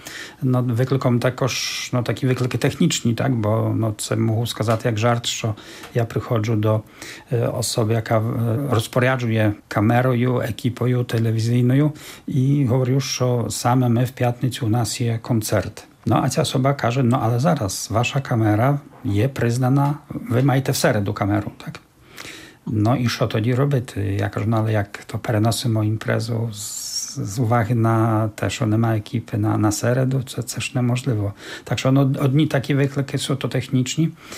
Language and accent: Ukrainian; Czeremcha, Podlaskie Voivodeship, Poland; моя рідна Черемха також, бо це також такий сильний центр, ну, але є такі села довкола саме моєї місцевості